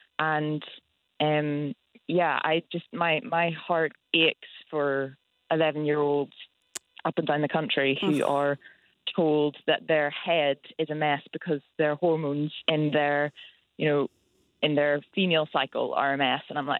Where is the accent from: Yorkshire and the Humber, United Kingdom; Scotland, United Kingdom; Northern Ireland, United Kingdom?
Northern Ireland, United Kingdom; Belfast; now in Aberdeenshire, United Kingdom; I grew up in Northern Ireland. I went to a good school in Belfast.